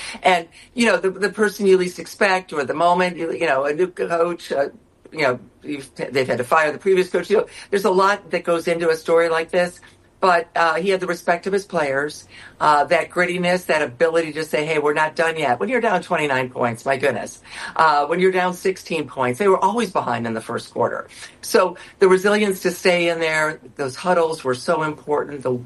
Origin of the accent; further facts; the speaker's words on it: Toledo, Ohio, United States; And I'm a Midwesterner. I'm from the suburbs of Toledo, Ohio, so I don't necessarily have a New York bias by any means.